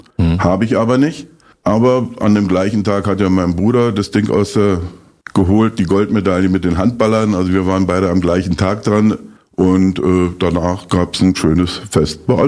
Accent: Eisenhüttenstadt, Brandenburg, Germany; Eisenhüttenstadt, Breslau gut, wo ich aufgewachsen bin als Stift, war schon eine sehr spezielle Geschichte.

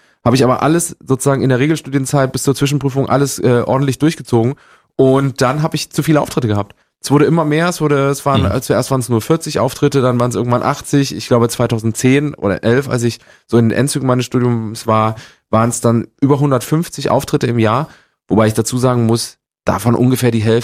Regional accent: Gera, Thuringia, Germany

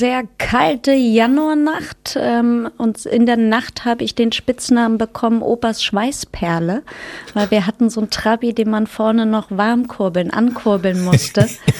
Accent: Potsdam, Brandenburg, Germany; also born or lived in Zehdenick; now in Berlin, Germany; Hier Zedenick geboren, Potsdam aufgewachsen und dann in den Osten von Berlin gezogen, immer noch aus hier.

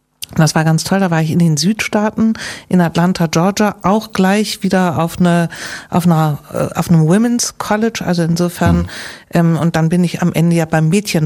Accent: Hamburg, Germany; Ja, das sage ich als Hamburgerin.

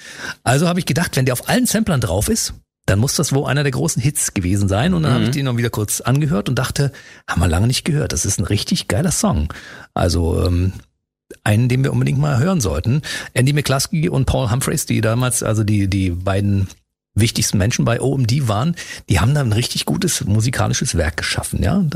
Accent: East Germany, Germany; Ich bin aus dem Osten, wir hatten keine Leopardenhosen, Freunde.

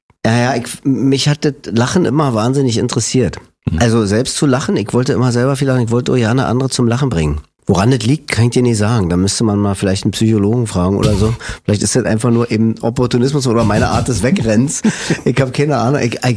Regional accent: Berlin, Germany; also born or lived in Friedrichshain, Berlin; Ich bin in Lichtenberg aufgewachsen, also nach Lichtenberg sind wir gezogen, da war ich 4. Vorher haben wir im Friedrichshain gewohnt. Ja, wir sind ins Hans-Loch-Viertel gezogen.

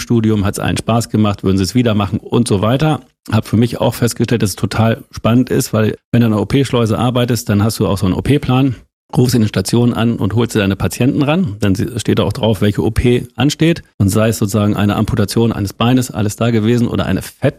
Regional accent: Holthusen, Lower Saxony, Germany; also unser Bauernhof, auf dem wir aufgewachsen sind, oder ich aufgewachsen bin in Holthusen 1, Lüneburger Heide, das ist so ein typischer Bauernhof gewesen

